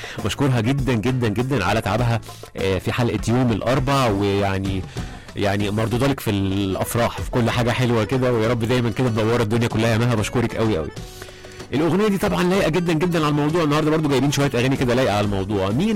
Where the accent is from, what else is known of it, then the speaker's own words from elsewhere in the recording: Damietta, Damietta Governorate, Egypt; من دمياط، بمسي عليكم وعلى عم حسن ومحمد بصل ومحمد المطيري وابو عطايا.